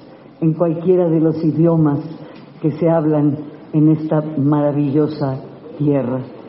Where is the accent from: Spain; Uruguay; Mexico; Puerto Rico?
Mexico; Yucatán; Lo nací y tuve la escuela del Teatro Regional Yucateco, porque soy yucateca